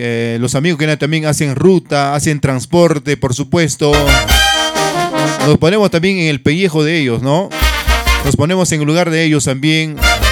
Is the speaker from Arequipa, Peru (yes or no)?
no; Marián, Ancash, Peru; saludito para la gente bonita de Marián, mi tierra natal. La tierra donde me vio nacer.